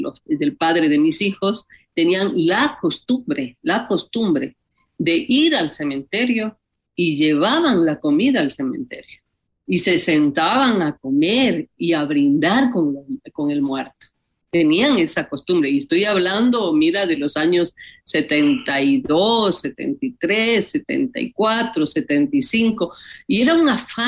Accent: Jipijapa, Manabí, Ecuador; born there; El uno de Manabí, de donde somos cinco de nosotros, nacimos en Jipijapa

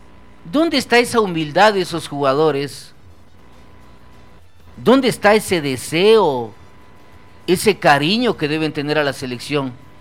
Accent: Ecuador; somos ecuatorianos

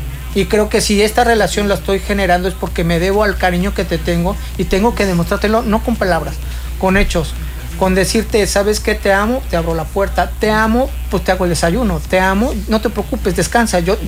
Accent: Puebla, Mexico; moved away as an adult; now in Cancún, Mexico; Somos poblanos

